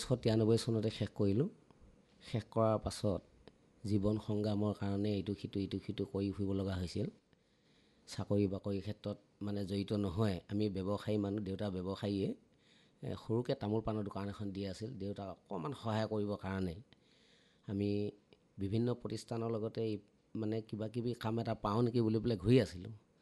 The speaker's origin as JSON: {"language": "Assamese", "region": "Assam", "country": "India", "said": "বিশেষ আমাৰ নিজৰ অসমীয়া মানুহৰ কামখিনি, খোলটো আমাৰ নিজৰ, ঢোলটো নিজৰ, আৰু নেগেৰাখিনিও নিজৰে।"}